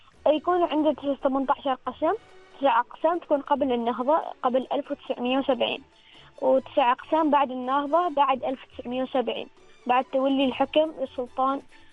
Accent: Nizwa, Ad Dakhiliyah, Oman; ولاية نزوة.

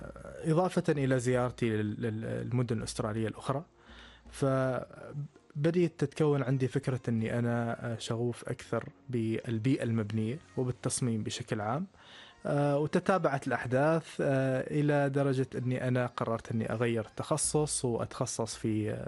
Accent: Muscat, Muscat Governorate, Oman; moved away as an adult; ترعرعت طبعا في مسقط، وطبعا خضنا في شوارعها ومدارسها وشواطئها كذلك. وكوني اتنقل يعني بين مختلف الاحياء في مسقط،

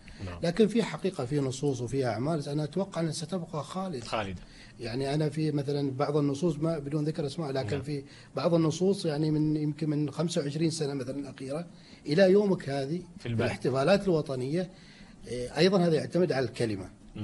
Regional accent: Oman; عندنا في سلطنة عمان

